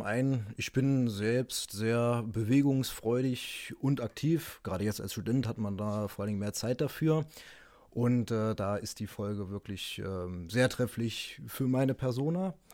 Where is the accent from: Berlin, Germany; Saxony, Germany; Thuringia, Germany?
Thuringia, Germany; Werther; Also, ich bin Baujahr 01, also 25. Und ich komme aus dem kleinen, aber feinen Nordhausen. Am Harz.